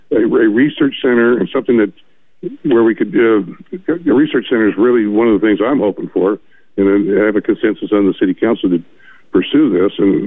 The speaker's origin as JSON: {"language": "English", "town": "Port Orford", "region": "Oregon", "country": "United States", "tie": "born or raised there", "lives_now": "Powers, United States", "said": "I grew up in Port Orford, which is just due west of here."}